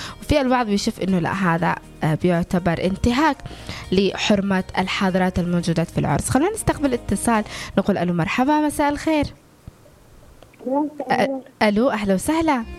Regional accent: Yemen; في مجتمعنا اليمني

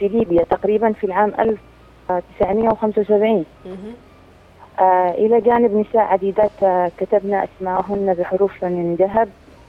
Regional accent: Yemen; فيقول لك المرأة عندنا في اليمن ما ينفعش تلعب مصارعة

